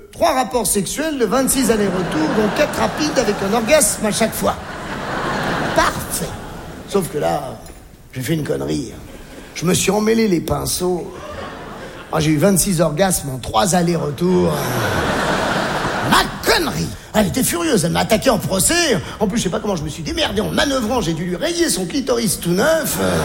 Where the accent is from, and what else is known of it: Algeria; born there